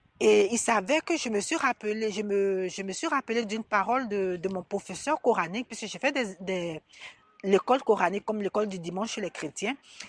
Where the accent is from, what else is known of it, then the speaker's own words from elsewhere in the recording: Côte d’Ivoire; je suis originaire de la Côte d'Ivoire